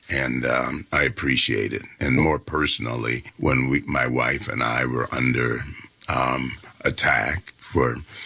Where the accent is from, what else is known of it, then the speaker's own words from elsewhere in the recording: Savannah, Georgia, United States; Well, I was born in Pinpoint, but most of my growing up, I've been fortunate.